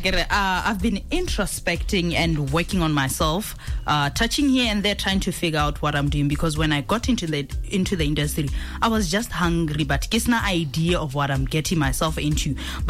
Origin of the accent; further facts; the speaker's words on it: Matabeleland South, Zimbabwe; I'm from Matangwani. I'm not from Matobo.